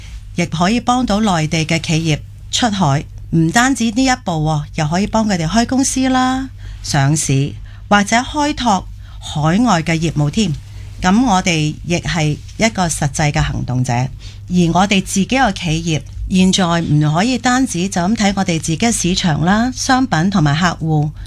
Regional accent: Hong Kong; 我哋香港人

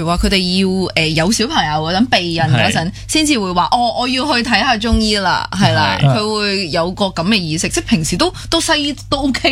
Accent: Guangzhou, Guangdong, China; moved away as an adult; now in Hong Kong; 我就记得我当时5年前嚟嘅时候啦，虽然话我系广州人。

